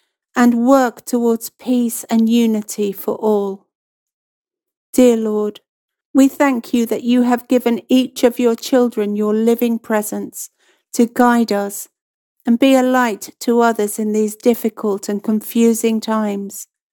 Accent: East of England, United Kingdom; I'm from Cambridgeshire.

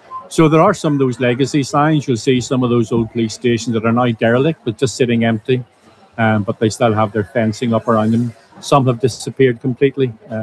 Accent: Northern Ireland, United Kingdom

